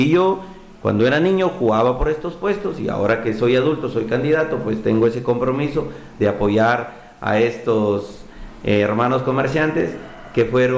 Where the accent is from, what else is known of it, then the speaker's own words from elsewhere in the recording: Tambogrande, Piura, Peru; cuando digo que nací en los barrios pobres y populares, yo nací en la Girón Tumbes 554, al costado del cementerio.